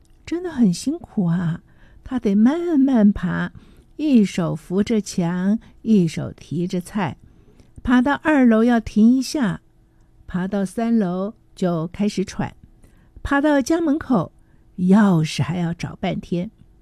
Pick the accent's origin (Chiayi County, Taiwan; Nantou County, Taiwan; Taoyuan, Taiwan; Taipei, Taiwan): Taipei, Taiwan; 我想我们都是台北人啊。